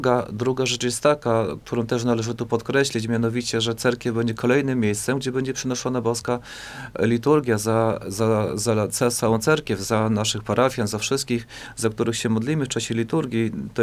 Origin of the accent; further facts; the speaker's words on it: Lemko Region, Poland; sam pochodzę z Łękowszczyzny.